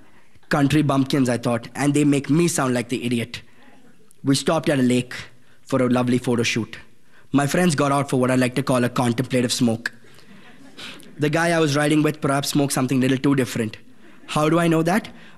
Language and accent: English; Mumbai, Maharashtra, India; moved away; I grew up in Bombay, India, on the West Coast. Being able to go to a new place outside India was enchanting.